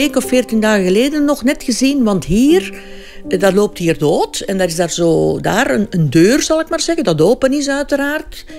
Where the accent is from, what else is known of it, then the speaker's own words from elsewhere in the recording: Flanders, Belgium; en wij zijn ook Vlamingen.